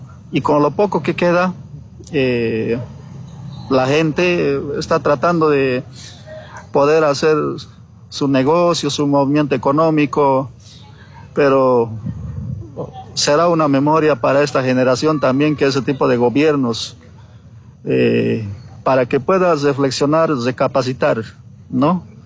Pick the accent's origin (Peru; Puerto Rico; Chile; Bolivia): Bolivia; como originarios, como bolivianos